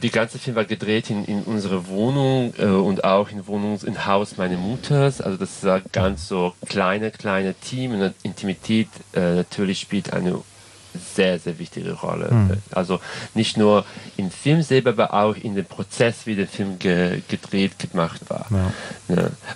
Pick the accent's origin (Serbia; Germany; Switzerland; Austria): Serbia; German is a second language; ich komme ursprünglich aus Serbien, das heißt selber Kroatisch